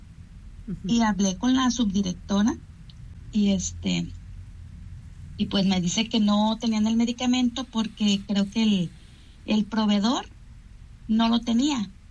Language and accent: Spanish; Tecomán, Colima, Mexico; Nosotros somos de Tecomán